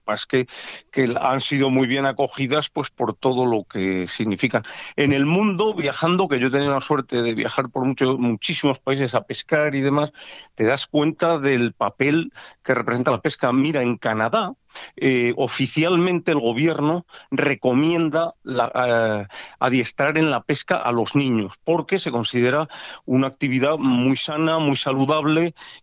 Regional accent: Castile, Spain; Hoy día, tú y yo que somos castellanos, para que se adiestre un niño castellano en la pesca de truchas, ¡buf!, es complicado

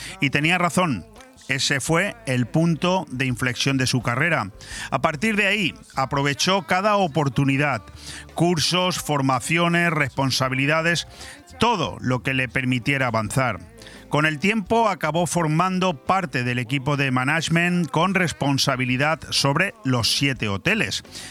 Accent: Benidorm, Valencian Community, Spain; born there; y yo, que soy nacido en Benidorm y que adoro el turismo

